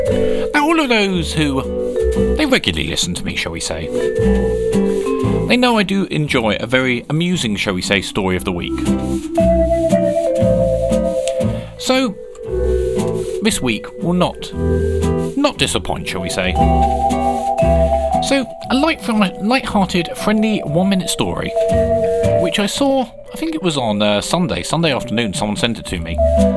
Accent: United Kingdom

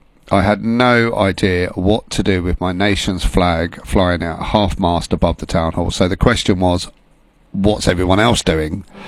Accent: Huntingdon, East of England, United Kingdom; born and raised in Huntingdon

